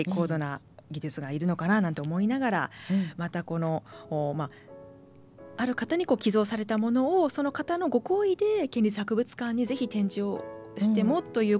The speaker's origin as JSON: {"language": "Japanese", "town": "Aizuwakamatsu", "region": "Fukushima", "country": "Japan", "tie": "born or raised there", "said": "会津若松出身の私としては、"}